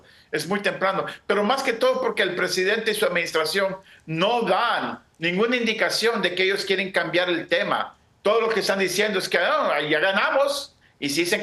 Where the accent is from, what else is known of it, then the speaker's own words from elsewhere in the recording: United States; si uno y el otro no entienden de que somos del mismo bando, que somos americanos, y que podemos trabajar juntos para buscar soluciones